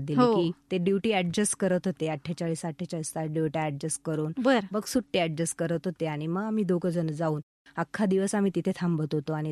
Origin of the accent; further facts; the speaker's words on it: Ramache Pimpalas, Maharashtra, India; moved away as an adult; also born or lived in Sogras, Chandwad taluka / Karanjgaon; now in Nashik, India; माझं माहेर रामाचे पिंपळस आहे.